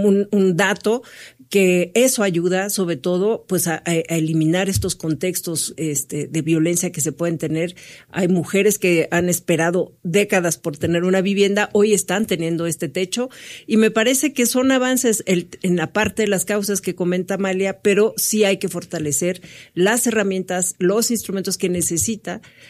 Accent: Mexico

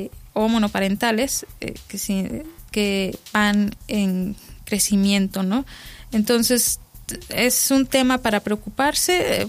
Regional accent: Mexico

